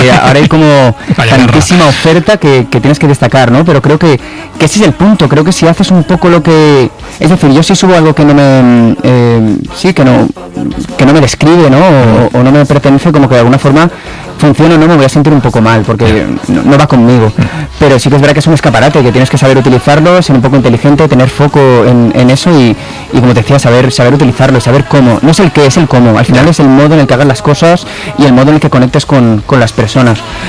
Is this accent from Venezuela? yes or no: no; Valencian Community, Spain